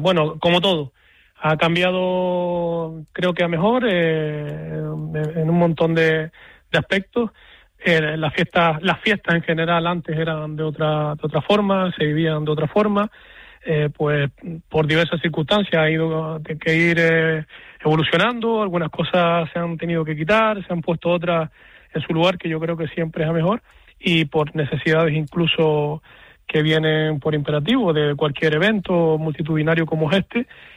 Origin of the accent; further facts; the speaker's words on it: Fuerteventura, Canary Islands, Spain; es mi pueblo, es mi isla y también es mi pueblo en el que me crié.